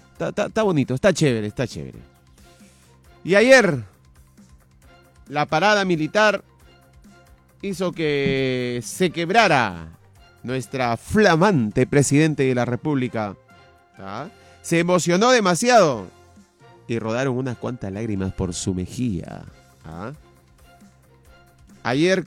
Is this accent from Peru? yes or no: yes; Peru; nosotros como peruanos